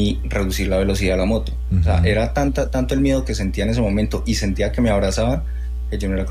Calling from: Montenegro, Quindío, Colombia; yo vivo cerca a Montenegro, Quindío

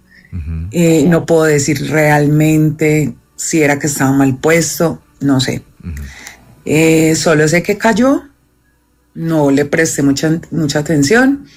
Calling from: Medellín, Antioquia, Colombia; soy de Medellín.

